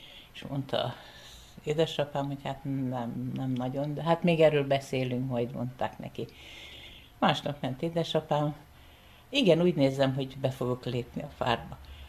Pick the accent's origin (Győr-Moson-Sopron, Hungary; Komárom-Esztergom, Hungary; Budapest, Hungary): Budapest, Hungary; Hogyne, én pesti vagyok, Pesten születtem, és szüleim áldott hívő emberekként gyülekezetbe jártak, gondnok volt, apu, az anyu énekarvezető.